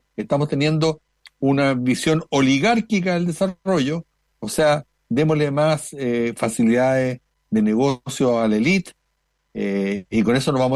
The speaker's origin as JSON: {"language": "Spanish", "country": "Chile"}